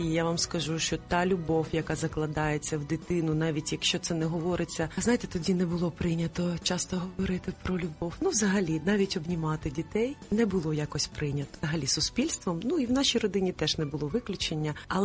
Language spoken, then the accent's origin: Ukrainian; Kyiv, Ukraine; Я народилася в Києві. В звичайній родині мама викладала в університеті, тато працював в правоохоронних органах. Я навчалася в школі, в українській, до речі, тоді їх було небагато в Києві.